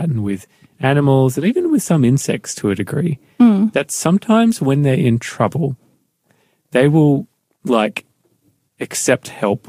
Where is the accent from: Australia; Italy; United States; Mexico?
Australia; Newcastle, New South Wales; So even I remember growing up in Newcastle, like if you left the front door or something open on your house and it was a warm day, you'd have stacks of flies coming in the door